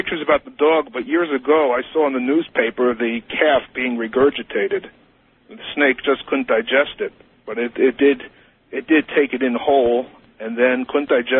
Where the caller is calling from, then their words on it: Hong Kong; Calling from Hong Kong.